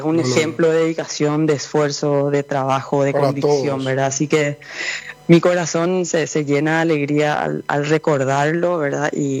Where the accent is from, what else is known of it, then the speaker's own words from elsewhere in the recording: Paraguay; el 30 de julio es un día muy especial para mí como paraguaya.